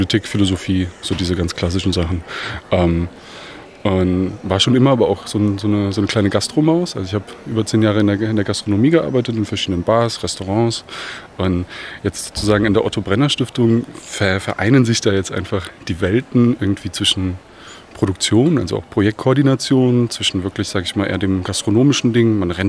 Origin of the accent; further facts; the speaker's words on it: Germany; Also ich komme aus Bosnien, in Bornheim, im Balkan. In Bornheim, super große Community aus dem Balkan. Bin hier so einfach ganz normal groß geworden.